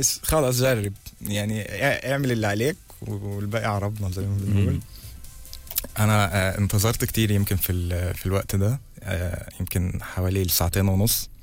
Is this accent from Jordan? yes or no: no; Palestine; accent: Palestinian; now in Egypt; انا عامة معروف ان انا فلسطيني.